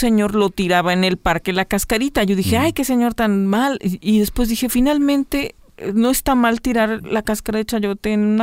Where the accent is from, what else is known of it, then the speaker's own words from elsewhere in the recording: Poza Rica, Veracruz, Mexico; Yo recuerdo hace muchos años, yo soy originaria de Poza Rica